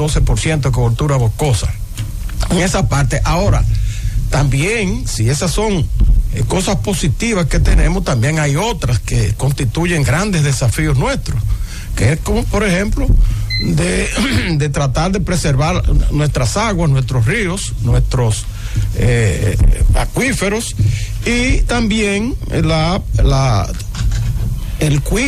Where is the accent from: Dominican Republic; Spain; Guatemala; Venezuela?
Dominican Republic